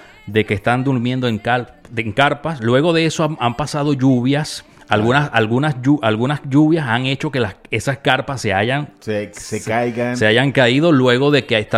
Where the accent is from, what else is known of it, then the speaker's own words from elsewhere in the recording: Venezuela; como venezolano y como colombiano y como hermanos que somos aquí en Latinoamérica